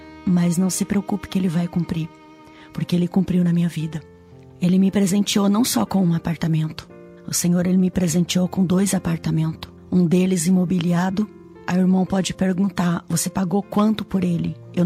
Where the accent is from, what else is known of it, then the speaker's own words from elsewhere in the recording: Bahia, Brazil; born there; now in Barueri, Brazil; nascida no estado da Bahia, mas moro atualmente em Barueri, nascida no berço do Evangelho.